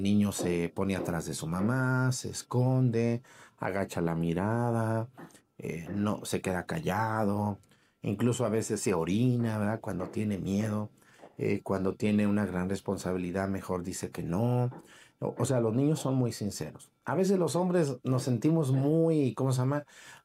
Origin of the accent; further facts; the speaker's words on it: Mexico; un saludo a la gente de Yagualica y a media hora de mi pueblo.